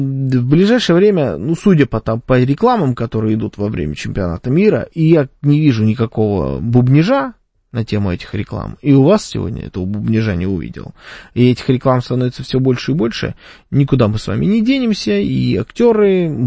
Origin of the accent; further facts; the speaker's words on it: Moscow, Russia; accent: Moscow; У нас в России каждый пятый, наверное, двуязычный. А в Белгороде мне вообще заявили, что у меня московский акцент.